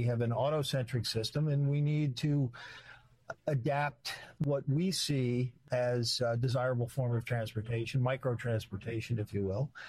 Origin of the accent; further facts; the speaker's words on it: New York City, New York, United States; also born or lived in Manhattan; now in Montclair, United States; I'm from Middle Village, Queens.